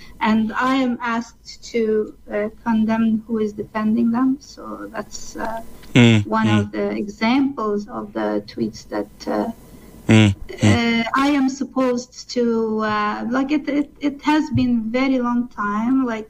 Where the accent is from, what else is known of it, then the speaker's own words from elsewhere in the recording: Canada; I will not give up my rights, my freedom as a Canadian woman, as an engineer